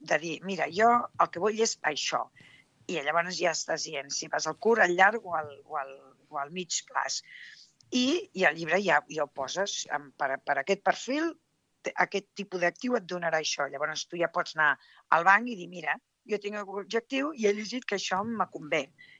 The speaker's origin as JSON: {"language": "Catalan", "town": "Tarragona", "region": "Catalonia", "country": "Spain", "also_born_or_lived": "Morella / London", "said": "Jo soc de Tarragona, meitat de Tarragona, meitat de Morella, i Tarragona m'assembla una ciutat més gran, no?"}